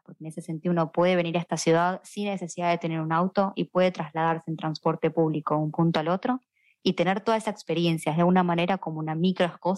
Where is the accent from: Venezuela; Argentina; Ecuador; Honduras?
Argentina; moved away as an adult; now in Aberdeen, United Kingdom